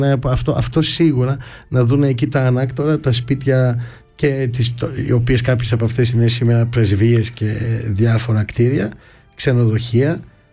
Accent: Istanbul, Turkey; Σαν Έλληνας της πόλης χαίρομαι σε αυτό

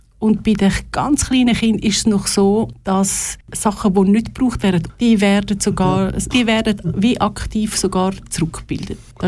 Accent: Linthal, Glarus, Switzerland; Ich bin zuhinterst im Glarnerland aufgewachsen, also geboren in Glaris und aufgewachsen ganz hinten in Lintal.

